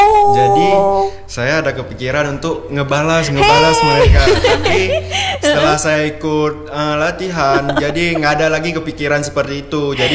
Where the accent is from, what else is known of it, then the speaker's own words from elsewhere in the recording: Pidie Jaya, Aceh, Indonesia; moved away as an adult; Saya berasal dari PD Jaya, Kak.